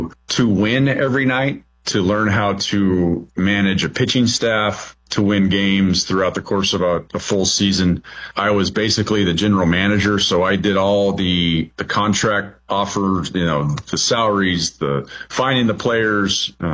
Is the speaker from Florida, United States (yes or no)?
no; Bakersfield, California, United States; He saw that I was from Bakersfield